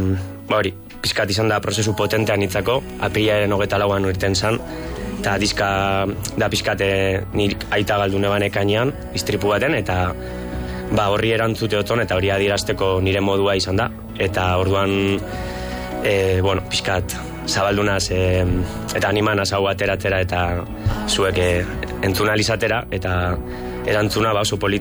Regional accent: Lekeitio, Basque Country, Spain; Lekeition, nire jaioterrian

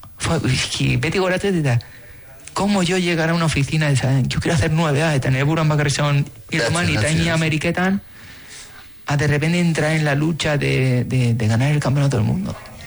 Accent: Ibarra, Basque Country, Spain; now in Catalonia, Spain; ibartarra naiz, euskalduna naiz, eta naiz da guain ezin euskera zitzein asko, bertakoa sentitzen naiz

